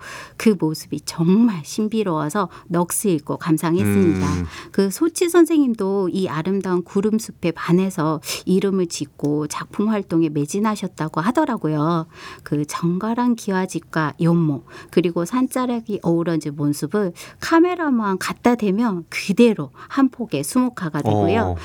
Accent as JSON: {"language": "Korean", "town": "Jindo", "region": "South Jeolla", "country": "South Korea", "tie": "born or raised there", "moved": "yes", "said": "제 고향이기도 한 전남 진도로"}